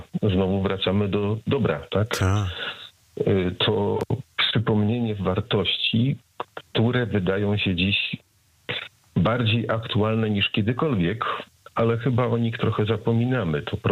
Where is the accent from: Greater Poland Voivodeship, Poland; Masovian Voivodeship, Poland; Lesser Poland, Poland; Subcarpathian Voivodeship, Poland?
Masovian Voivodeship, Poland; Józefów; w Józefowie, skąd jestem, koło Otwocka.